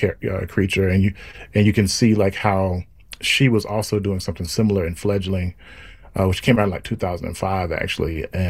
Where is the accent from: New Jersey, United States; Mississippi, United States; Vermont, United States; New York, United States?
Mississippi, United States; you know, I'm from Mississippi, and I grew up with the blues